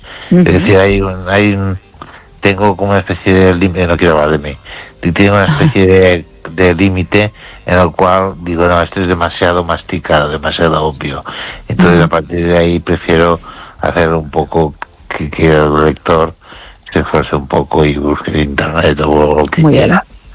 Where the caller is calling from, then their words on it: Ourense, Galicia, Spain; Buenas noches, Cristian, desde Ourense.